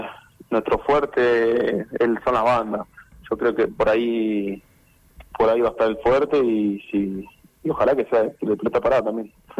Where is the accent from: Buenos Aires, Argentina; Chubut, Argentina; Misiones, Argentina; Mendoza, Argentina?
Chubut, Argentina; Comodoro Rivadavia; Nosotros somos todos de Comodoro